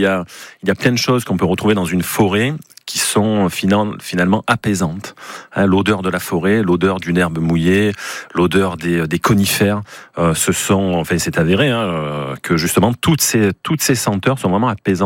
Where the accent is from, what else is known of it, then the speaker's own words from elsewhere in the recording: Gruffy, Auvergne-Rhône-Alpes, France; moi, je suis de Gruffy, côté ouest